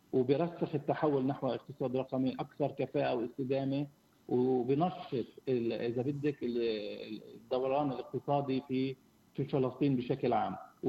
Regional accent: Palestine; عندنا بفلسطين

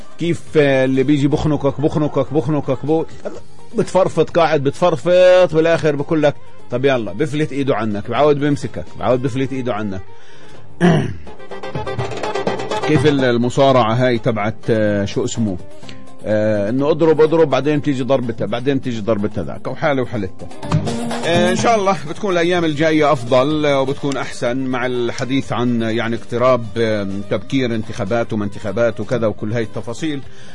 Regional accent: Palestine; كفلسطينيين

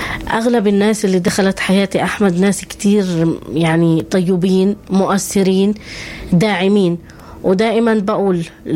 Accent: Palestine; إحنا كشعب فلسطيني متمسكين بالحياة.

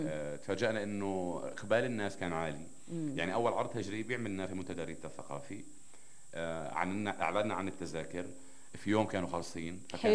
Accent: Nablus, West Bank, Palestine; كمان إحنا من نابلس يعني.

